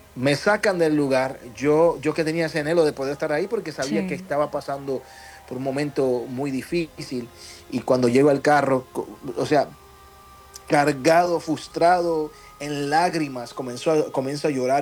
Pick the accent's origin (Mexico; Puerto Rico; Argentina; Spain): Puerto Rico; now in Orlando, United States; Sí, ya radicamos acá. Somos puertorriqueños que vivimos acá en Estados Unidos.